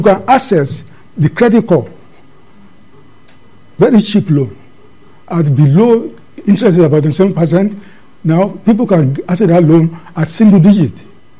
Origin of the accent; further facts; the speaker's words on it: Nigeria; I'm a Nigerian.